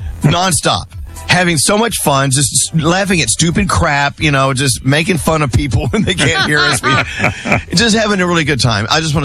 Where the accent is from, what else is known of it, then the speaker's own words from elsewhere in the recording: New Jersey, United States; also born or lived in New York; Well, no, we're not. I'm a New Yorker. I'm a New Jersey guy.